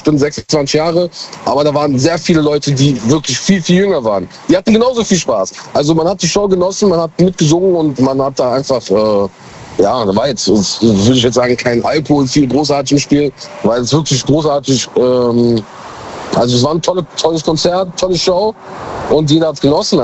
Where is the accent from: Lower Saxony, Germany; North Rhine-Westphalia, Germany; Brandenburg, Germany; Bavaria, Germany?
North Rhine-Westphalia, Germany; Mönchengladbach; Ich komme aus Gladbach, Mönchengladbach.